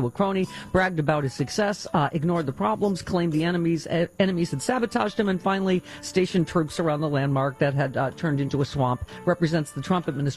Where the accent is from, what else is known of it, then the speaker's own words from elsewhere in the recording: Lockport, New York, United States; Okay. Well, you know what? It's, growing up in Lockport, New York, as I recall... Arby's was delicious, so I'm